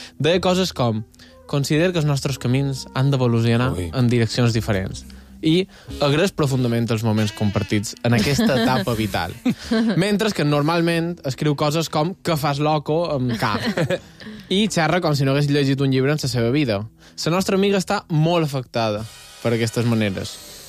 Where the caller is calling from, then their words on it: Sencelles, Balearic Islands, Spain; Hola, xiu-xiu. … de Sencelles. Vos cont.